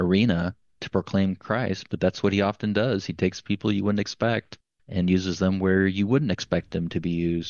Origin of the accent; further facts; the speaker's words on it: Nebraska, United States; I grew up as a country kid out in the farm. I'm from Saunders County, baling hay, hunting pheasants, fishing.